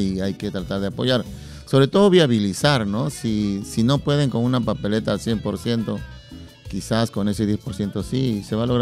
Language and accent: Spanish; Arequipa, Peru; Vengo de papá que toca guitarra, mamá que canta, cusqueño mi viejito, apurimeña mi mamá, crecí en Arequipa